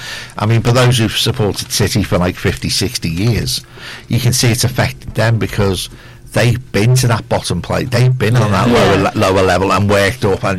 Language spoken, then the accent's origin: English; United Arab Emirates